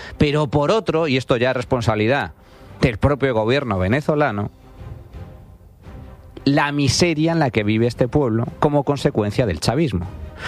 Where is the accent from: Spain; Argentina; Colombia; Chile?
Spain; En el caso de España todavía es de mayor gravedad ese abandono, porque somos un país rico.